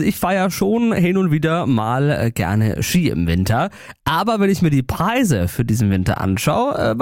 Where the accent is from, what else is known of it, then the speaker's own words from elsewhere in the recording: Bavaria, Germany; Bei uns in Bayern zahlt ihr zum Beispiel am Sudelfeld oder am Brauneck mittlerweile 55 Euro für den Tag auf der Piste.